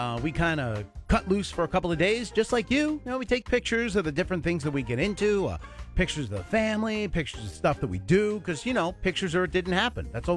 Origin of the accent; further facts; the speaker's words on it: New York, United States; I'm a Yankees fan growing up in New York.